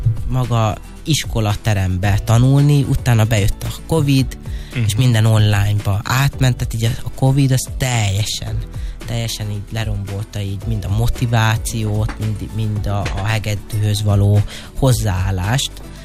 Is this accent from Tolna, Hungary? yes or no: yes; Dunaföldvár, Tolna, Hungary; born or raised there